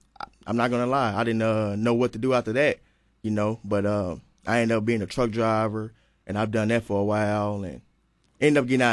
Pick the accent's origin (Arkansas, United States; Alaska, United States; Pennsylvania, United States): Arkansas, United States; North Little Rock; I grew up in North Little Rock. Not really a good area.